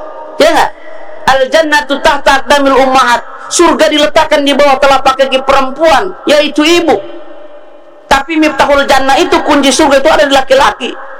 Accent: Samarinda, East Kalimantan, Indonesia; orang Samarinda kada kalah juga lawan orang-orang Jakarta

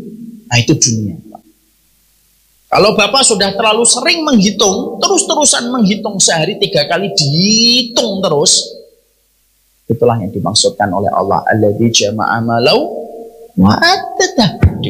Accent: Bekasi, West Java, Indonesia; Senang sekali bahwasanya saya dari Bekasi, dari tempat yang begitu jauh Pak, perjalanan ke sini itu 9 jam

